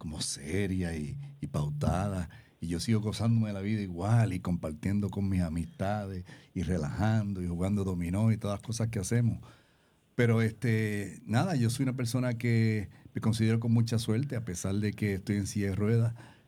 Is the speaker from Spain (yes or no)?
no; Puerto Rico; Y yo vivo en Puerto Rico, soy ahora el único puertorriqueño que vive en Puerto Rico, que participa de este deporte en Estados Unidos, y el más viejo también que está jugando.